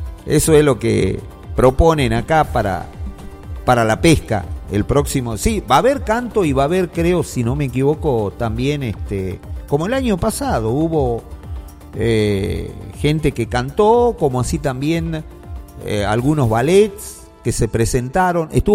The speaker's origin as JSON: {"language": "Spanish", "town": "Joaquín V. González", "region": "Salta", "country": "Argentina", "said": "Se viene la fiesta de mi pueblo."}